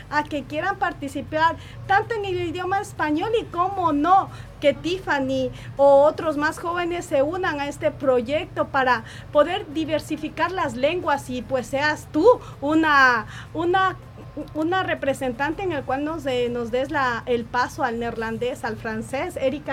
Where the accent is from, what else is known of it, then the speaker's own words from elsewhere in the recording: Ecuador; proyectos en los cuales nos podemos incluir como latinos, como ecuatorianos